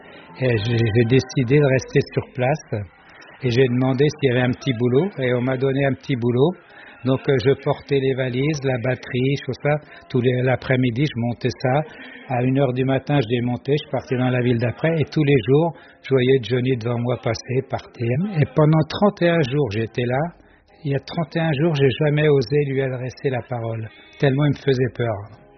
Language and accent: French; France; il n'y a que lui chez nous en France, hein, il n'y a que lui.